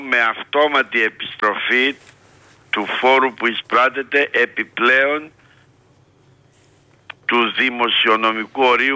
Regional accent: Vasilikos, Ionian Islands, Greece; Εγώ είμαι από το Βασιλικό, από το Πόρτο Ρώμα.

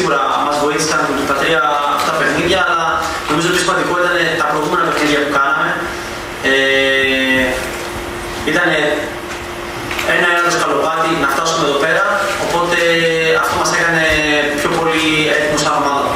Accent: Northern Greece, Greece; και εγώ σαν παιδί της Βόρειου Ελλάδας, είμαι πάρα πολύ χαρούμενος που παίζω σχετικά στα μέρη μου

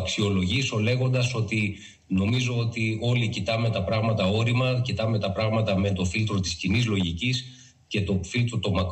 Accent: North Aegean, Greece; όσο είπα και εγώ νησιώτης, είμαι από το Βόρειο Αιγαίο.

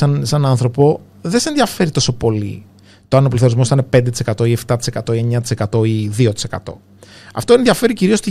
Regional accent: Greece; now in Singapore; εγώ που είμαι Έλληνας

